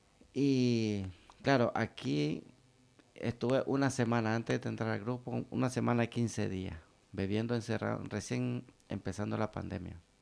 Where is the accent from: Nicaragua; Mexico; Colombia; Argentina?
Nicaragua; moved away as an adult; now in Spain; en mi país, Nicaragua.